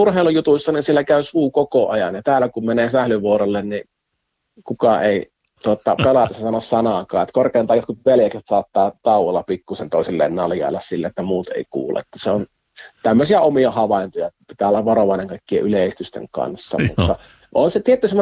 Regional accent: Joensuu, North Karelia, Finland; moved away as an adult; now in Ähtäri, Finland; Joensuusta olen kotoisin, että Joensuun poikia. Että 9 vuotta siellä. 29 ensimmäistä vuotta meni Joensuussa, mutta sitten vaimon työn perässä tultiin tänne vuodeksi ja nyt on mennyt jo kohta 17 vuotta Ähtärissä.

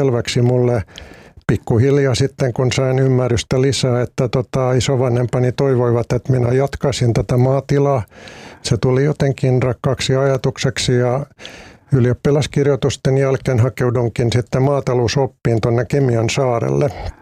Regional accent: Salo, Southwest Finland, Finland; Finnish is a second language; also born or lived in Helsinki / Turku; minut adoptoitiin vuoden vanhana ja siirryn sitten Helsingistä asumaan tuonne nykyistä Saloa edustava. Se oli silloin vielä Halikkoa Salosta vähän Turkuun päin olevaan maatilaan asumaan ja sitten kävin vähän aikaa ruotsinkielistä kansakoulua Turussa, kun en osannut suomea paljonkaan

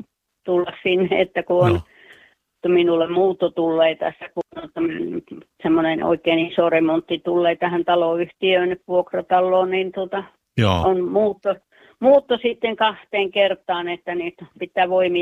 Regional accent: Juuka, North Karelia, Finland; now in Sweden; Sieltä Pohjois-Karjalasta Juuasta.

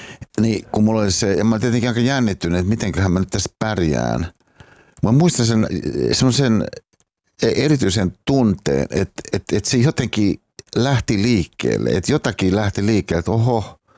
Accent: Hyvinkää, Uusimaa, Finland; kun mä tulin Hyvinkäältä sieltä mun kotitalosta ja mun ajattelin mun äitiä.

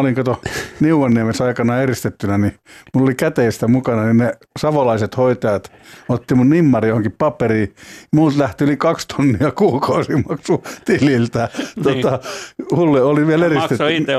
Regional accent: Lapinjärvi, Uusimaa, Finland; Mites meillä on yhteinen tämä Lapinjärvi? Mähän olen siellä syntynyt ja kasvanut.

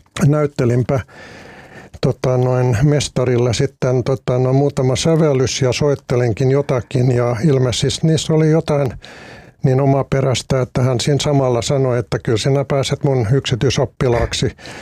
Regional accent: Helsinki, Uusimaa, Finland; born there; no itse synnyin vuonna 1956 Helsingissä

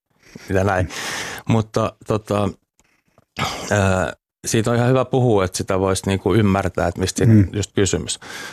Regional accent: Uusimaa, Finland; Tuossa pääkaupunkiseudulta mä oon kotoisin.

